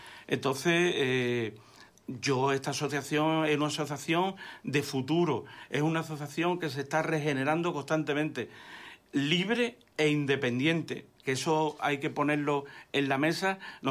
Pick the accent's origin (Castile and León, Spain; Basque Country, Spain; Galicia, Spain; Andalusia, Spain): Andalusia, Spain; Málaga; nosotros nos sentimos muy malagueños, nosotros somos de Málaga